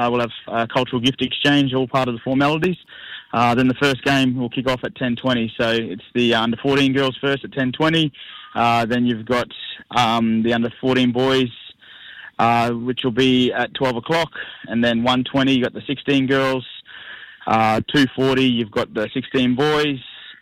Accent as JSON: {"language": "English", "town": "Rockhampton", "region": "Queensland", "country": "Australia", "tie": "born or raised there", "moved": "yes", "lives_now": "Brisbane, Australia", "said": "Yeah, so I'm a Menindangi Waka Waka man. I'm born in Brisbane, grew up in Rockhampton, and then been back down Brizzy for 20-odd years."}